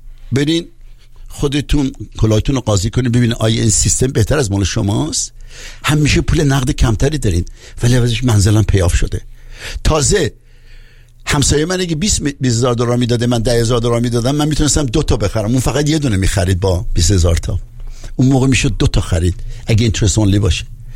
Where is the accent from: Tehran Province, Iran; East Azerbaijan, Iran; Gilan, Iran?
East Azerbaijan, Iran; Tabriz; born there; من متولد تبریزم